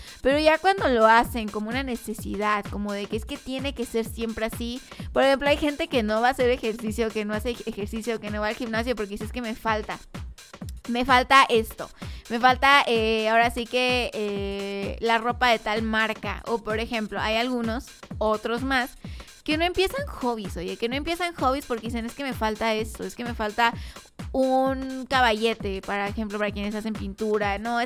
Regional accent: Mexico; todos somos morenitos, mexicanos morenazos de fuego.

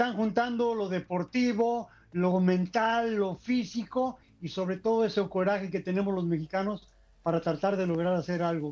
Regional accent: Mexico; pues estamos orgullosos de lo que es nuestra nación, porque tenemos todo, y eso estamos diciendo, somos mexicanos y vamos a luchar por ganar.

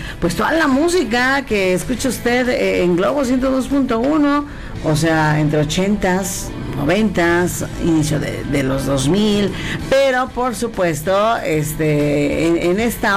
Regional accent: Mexico

